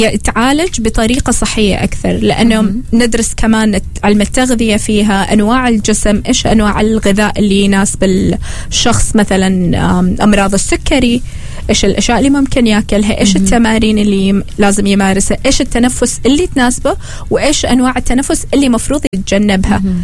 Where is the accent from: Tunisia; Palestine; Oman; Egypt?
Oman